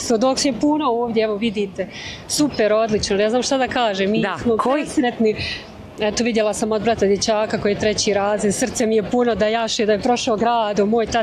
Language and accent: Bosnian; Turbe, Federation of Bosnia and Herzegovina, Bosnia & Herzegovina; dolazim iz Turbeta